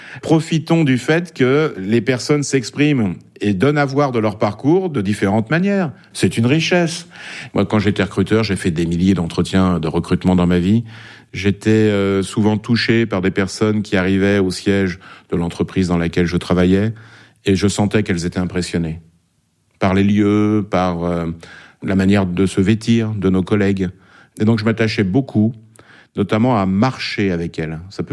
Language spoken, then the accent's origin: French; France; nous sommes français tous les deux et on n'a pas la même l'appréciation de la situation.